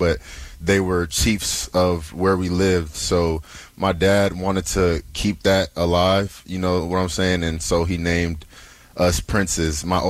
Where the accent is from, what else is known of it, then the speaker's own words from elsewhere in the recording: Nigeria; born there; So, you know, I'm Nigerian, born in Nigeria, parents born and raised in Nigeria.